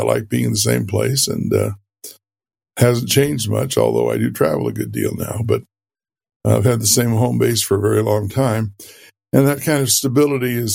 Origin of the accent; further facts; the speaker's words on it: Fort Worth, Texas, United States; born there; I was born in Fort Worth, Texas, and I always say I grew up in transit.